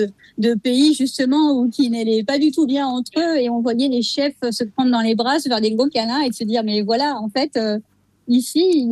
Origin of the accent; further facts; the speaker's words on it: Paris, Île-de-France, France; c'est pour ça que Paris, on a fait ça à Paris depuis le début parce qu'on est parisien.